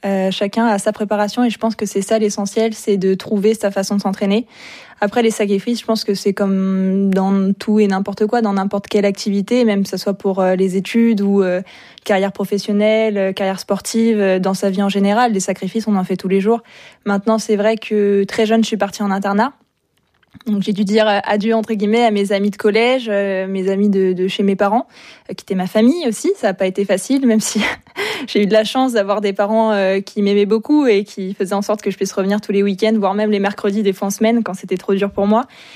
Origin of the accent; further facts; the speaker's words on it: La Chapelle-la-Reine, Île-de-France, France; Alors moi, je viens de La Chapelle-la-Reine, et mon club actuellement, c'est à Asnières-sur-Seine.